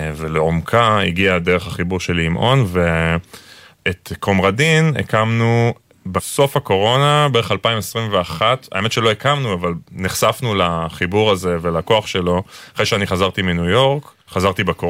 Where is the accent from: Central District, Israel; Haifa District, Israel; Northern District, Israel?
Haifa District, Israel; Zikhron Ya'akov; also born or lived in New York; אני בכלל גדלתי בזיכרון ואון בתל אביב